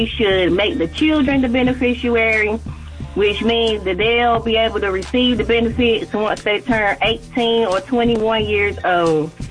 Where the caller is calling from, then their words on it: North Carolina, United States; I'm calling from North Carolina.